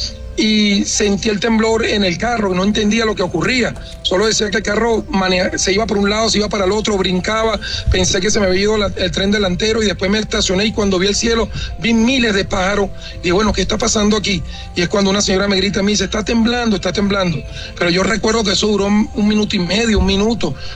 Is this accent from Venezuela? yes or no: yes; Venezuela; y nosotros, como venezolanos, a la reconstrucción de sus vidas.